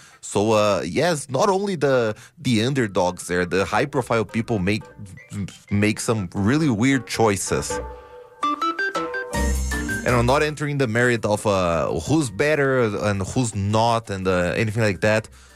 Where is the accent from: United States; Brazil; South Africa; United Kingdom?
Brazil; accent: Portuguese; English is a second language; moved away; my Portuguese accent.